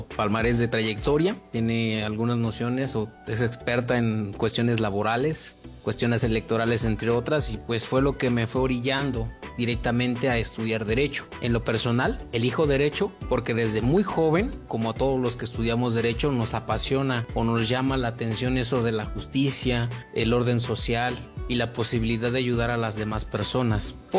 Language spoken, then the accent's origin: Spanish; Huejutla, Hidalgo, Mexico; Soy originario de Huejutla, lo mencionaba, parte de la Huasteca hidalguense, una región caracterizada por su cultura y además muy rica en talentos diversos, en gastronomía, música, entre otros.